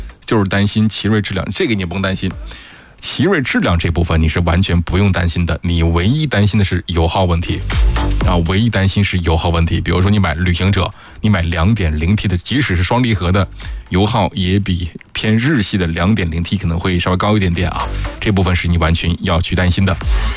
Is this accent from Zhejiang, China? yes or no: no; Hailar, Inner Mongolia, China; 其实我也是内蒙古的啊，我是内蒙古的呼伦贝尔海拉尔市的人